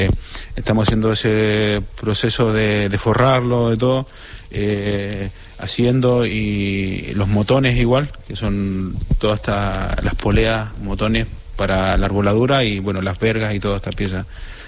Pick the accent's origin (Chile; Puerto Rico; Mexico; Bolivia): Chile; Calbuco, Los Lagos; now in Pasaia, Spain; Sí, sí, yo soy de Chile, de la décima región, región de los Lagos, en Calbuco, de ahí soy.